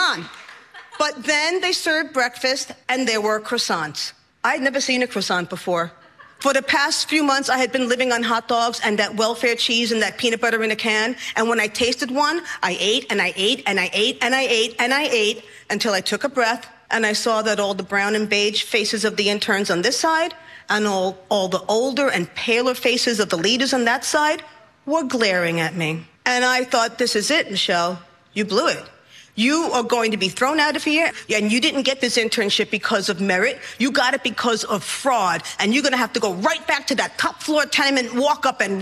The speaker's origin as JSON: {"language": "English", "town": "New York City", "region": "New York", "country": "United States", "tie": "born or raised there", "said": "native New Yorker. I'm also a storyteller and a solo theatrical performer and actor. I'm a natural redhead, and I'm a New Yorican, which means I'm a person of Puerto Rican heritage that was born and raised in New York City."}